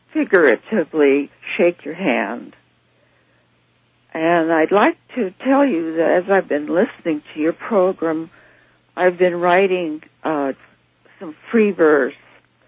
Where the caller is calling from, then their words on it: Sunnyvale, California, United States; I'm in Sunnyvale, California.